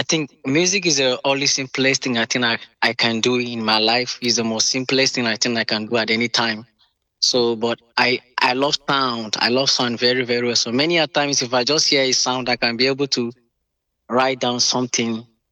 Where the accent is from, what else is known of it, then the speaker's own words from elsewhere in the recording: Abuja, Federal Capital Territory, Nigeria; I'm from Nigeria, Abuja. I'm based in Abuja precisely.